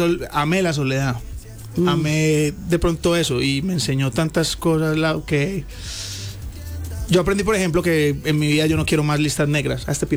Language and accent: Spanish; Colombia; Yo soy un artista colombiano.